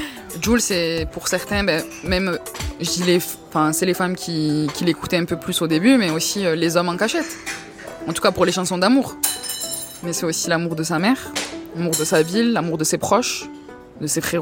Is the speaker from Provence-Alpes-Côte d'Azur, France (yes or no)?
yes; Marseille, Provence-Alpes-Côte d'Azur, France; accent: strong Marseille accent; moi déjà de base en tant que Marseillaise on se prenait un mépris